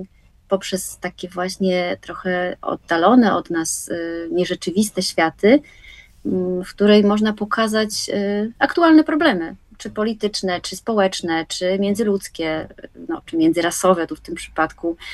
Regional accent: Łódź, Łódź Voivodeship, Poland; moved away as an adult; now in near Płock, Poland; jestem wielką patriotką miejską, także całym sercem jestem wciąż związana z Łodzią. Urodziłam się w Łodzi, spędziłam większość życia w Łodzi, natomiast rzeczywiście od 10 lat mieszkam pod Płockiem jako towar eksportowy za sprawą męża, także na wsi z miasta wielkiego

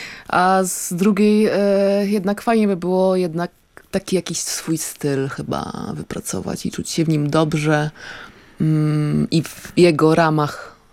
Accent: Masovian Voivodeship, Poland; moved away as an adult; now in Tricity, Poland; Ja nie pochodzę z Trójmiasta, ale mieszkam tam już ponad 20 lat.

